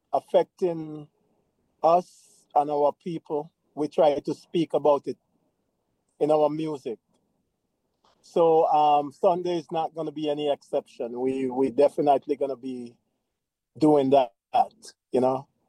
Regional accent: New York City, New York, United States; now in D.C. area, United States; I moved here from New York City where we had … Me and a childhood friend of mine grew up and we put that band together up in New York. And then I had to move to the D.C. area.

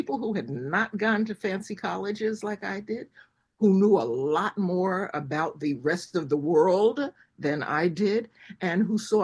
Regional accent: New Jersey, United States; I'm from Jersey.

